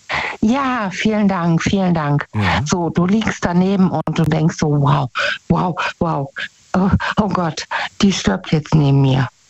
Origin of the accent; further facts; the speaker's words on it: North Rhine-Westphalia, Germany; Aus der Nähe von Bonn.